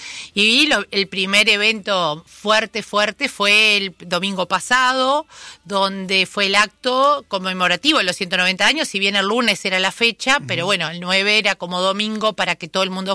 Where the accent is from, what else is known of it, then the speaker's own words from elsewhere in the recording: Uruguay; como ciudadana uruguaya estoy preocupada